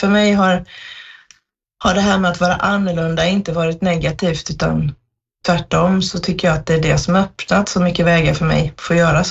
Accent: Jönköping County, Sweden; Jag kommer ifrån södra Sverige utanför Jönköping och jag var ett väldigt väldigt efterlängtat barn.

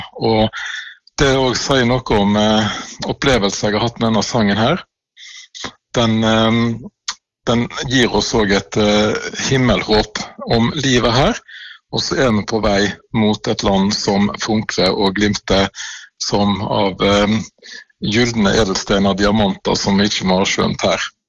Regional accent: Bømlo, Vestland, Norway; moved away; Jeg kommer fra Bømlo i Sunnhordland.

